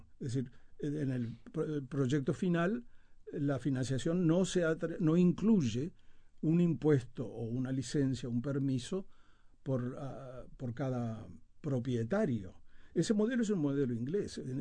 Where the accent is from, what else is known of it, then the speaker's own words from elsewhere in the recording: Uruguay; now in United States; soy uruguayo en Estados Unidos